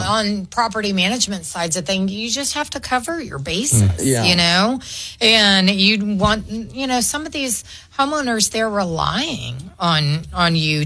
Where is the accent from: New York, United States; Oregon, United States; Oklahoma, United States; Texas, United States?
Oklahoma, United States; we're from Oklahoma.